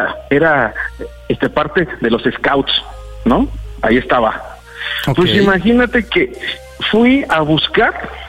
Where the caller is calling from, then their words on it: Mexico City, Mexico; Tengo 35 años y soy de la Ciudad de México.